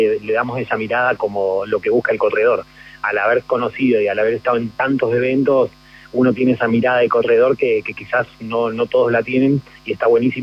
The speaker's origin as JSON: {"language": "Spanish", "town": "Dina Huapi", "region": "Río Negro", "country": "Argentina", "said": "Nosotros somos todos de Dinahuapi"}